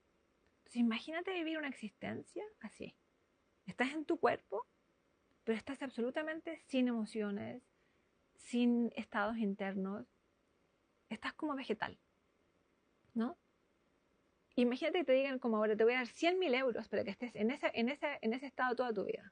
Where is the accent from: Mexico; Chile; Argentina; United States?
Chile; Yo digo, soy una fake Italian. Yo soy chilena.